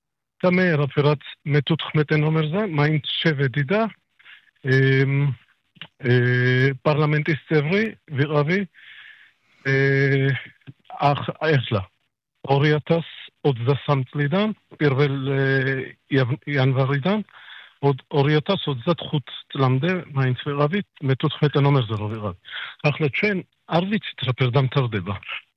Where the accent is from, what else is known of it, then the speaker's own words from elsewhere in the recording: Israel; born there; Georgian is a second language; რომ ჩემი ქართული არა ისე კაი და მე მგონი გამიგებთ ისრაელში დაბადებული ვარ